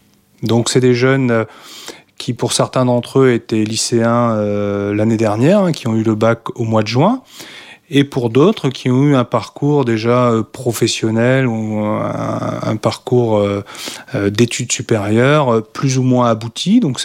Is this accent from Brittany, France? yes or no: yes; Plougastel-Daoulas, Brittany, France; moved away as an adult; also born or lived in Paris region; Donc moi, j'ai grandi à Plougastel, j'ai fait mes études secondaires sur Brest. Et à 18 ans, donc, je suis parti en région parisienne pour suivre une formation d'ingénieur chimiste.